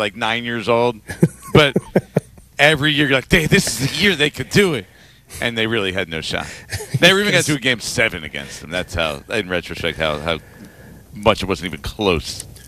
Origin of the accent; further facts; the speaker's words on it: New Jersey, United States; I grew up in New Jersey.